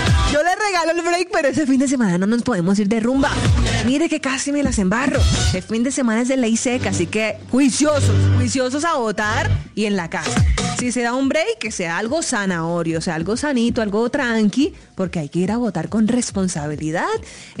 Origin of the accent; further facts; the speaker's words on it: Caribbean Region, Colombia; Toda costeña yo. Ay, las raíces no se pueden negar